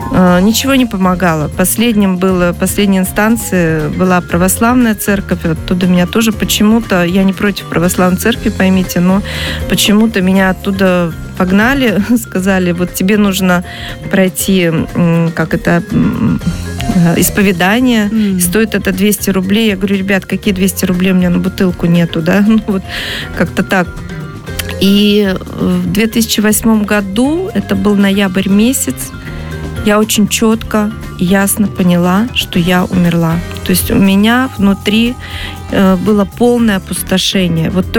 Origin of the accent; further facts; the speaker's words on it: Buryatia, Russia; Я прошла через шаманизм. Я вообще из Республики Бурятия. Там шаманизм, буддизм, это все процветает